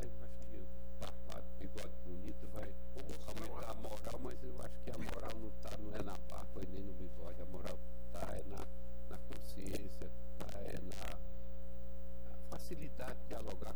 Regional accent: Crateús, Ceará, Brazil; born there; now in Fortaleza, Brazil; Em Crateús, que é a terra onde eu nasci

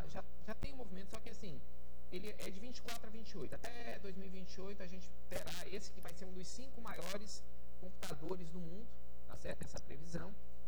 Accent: Brazil; Estou falando aqui como brasileiro

